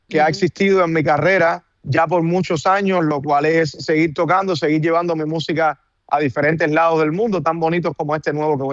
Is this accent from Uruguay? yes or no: no; Cuba; lo que pasa en mi país es mucho más importante y va mucho más allá que la música cubana